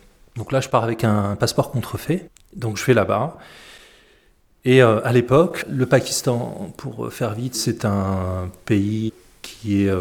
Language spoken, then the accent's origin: French; Algeria; now in France; J'ai à l'époque juste la nationalité algérienne